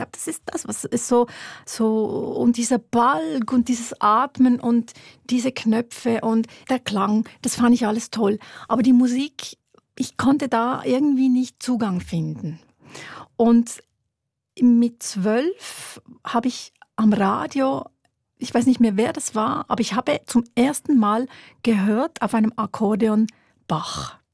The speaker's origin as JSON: {"language": "German", "town": "Wollerau", "region": "Schwyz", "country": "Switzerland", "tie": "born or raised there", "said": "Ich komme aus einem kleinen Dorf. In Wollerau bin ich aufgewachsen, im Kanton Schwyz."}